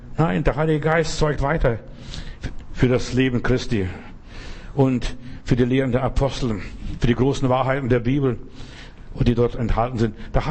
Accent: Bavaria, Germany; ich bin ja in Bayern groß geworden, ich weiß, da war so schön, Kapelle so am Weg irgendwo

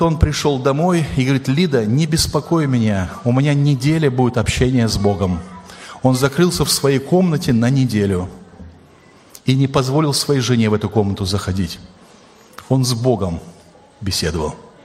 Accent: Chisinau, Moldova; мое детство, юность проходили в Кишиневе.

